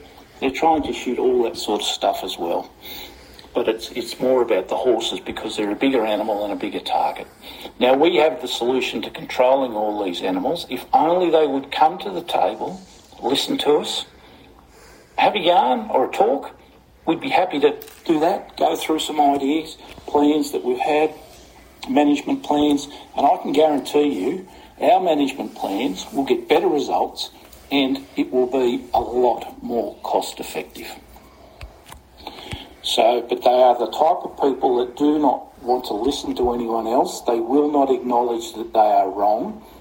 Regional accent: Australia; I, as an Australian, cannot speak on what happens in England or in New Zealand or America. We are the same here. No one else can speak for the Ngarigo people except Ngarigo people.

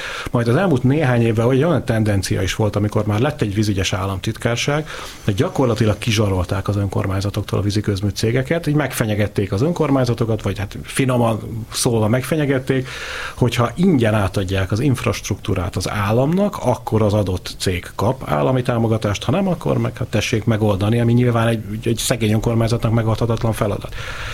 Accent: Pécs, Baranya, Hungary; én pécsi vagyok

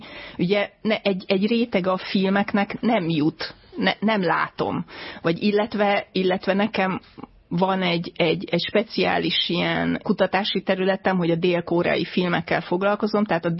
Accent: Hungary; born there; akik itt nőttünk fel, meg ebben a kultúrában szocializálódtunk

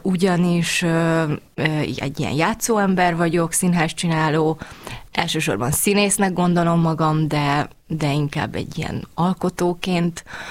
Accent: Záhony, Szabolcs-Szatmár-Bereg, Hungary; de inkább a szülővárosomról, Záhonyról, ahonnan származom.

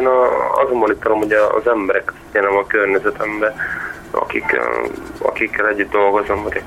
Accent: Esztergom, Komárom-Esztergom, Hungary; born there; 93-ban Esztergomorra születtem

